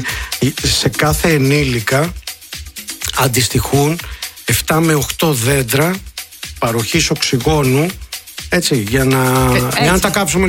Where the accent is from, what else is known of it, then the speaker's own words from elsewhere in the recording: Crete, Greece; Εγώ είμαι από Κρήτη.